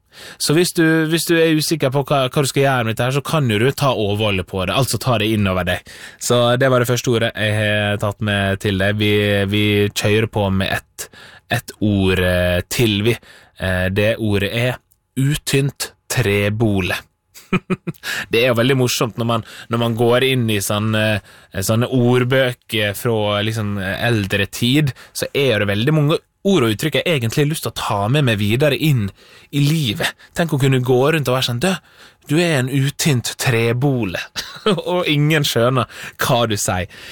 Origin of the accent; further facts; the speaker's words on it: Møre og Romsdal, Norway; jeg er hjemme på Sunnmøre